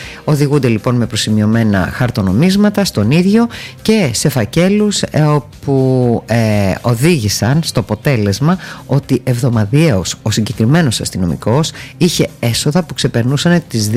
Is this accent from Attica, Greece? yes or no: no; Volos, Thessaly, Greece; moved away; στην πατρίδα μου, γιατί από εκεί κατάγομαι, από το Βόλο